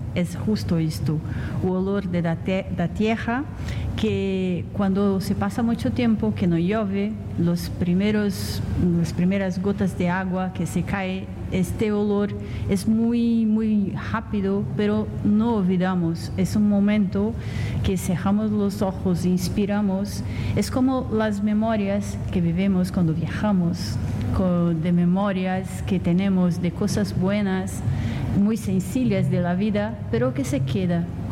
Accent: Brazil; Spanish is a second language; moved away as an adult; Sí, sí, soy brasileña. Ha venido de Brasil para España para hacer justo el Camino de Santiago

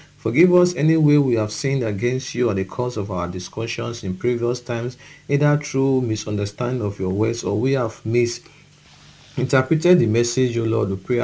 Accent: Okada, Edo, Nigeria; from Okada Town, Edo State, Nigeria.

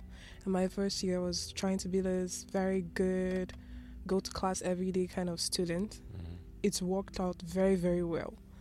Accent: Nigeria; Well, we're all Nigerians

